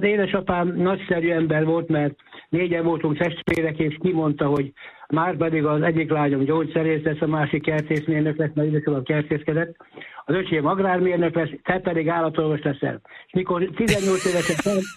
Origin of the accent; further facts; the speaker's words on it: Mezőladány, Szabolcs-Szatmár-Bereg, Hungary; moved away as an adult; now in Pest County, Hungary; Hát Záhony és Namin között van ez a kis tanyasi szeliség, Mezőladánynak hívják. Ott születtem gyerekkorom. A Kisvárdai járásban van ez körülbelül.